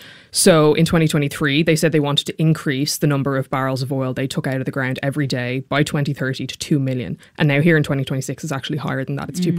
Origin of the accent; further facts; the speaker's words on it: Ireland; One thing with solar, I'm from Ireland, and one thing that people often say at home is like, we can't use solar. It rains all the time.